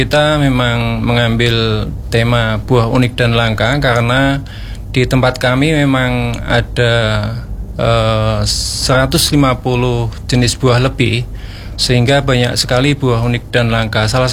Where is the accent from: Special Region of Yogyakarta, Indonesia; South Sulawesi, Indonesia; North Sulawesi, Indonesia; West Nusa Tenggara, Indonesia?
Special Region of Yogyakarta, Indonesia; kami di warga Candi Mulkaramojo ini